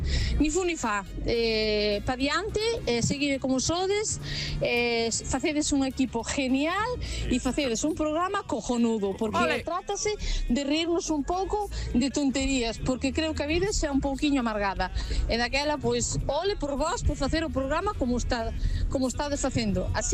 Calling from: Carballo, Galicia, Spain; Bons días, xentiña. … de Carballo.

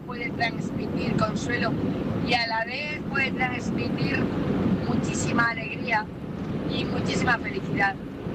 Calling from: Vigo, Galicia, Spain

